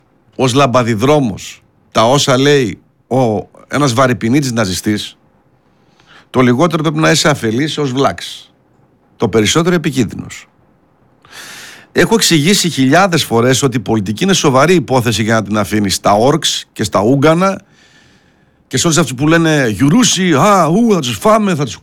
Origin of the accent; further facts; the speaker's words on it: Kordelio, Central Macedonia, Greece; also born or lived in Neapoli; έτσι το λένε στο Κορδελιό που μεγάλωσα και στην Νεάπολη